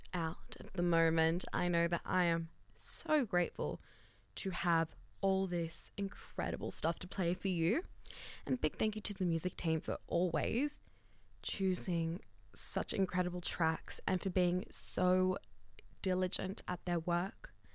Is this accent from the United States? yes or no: no; Australia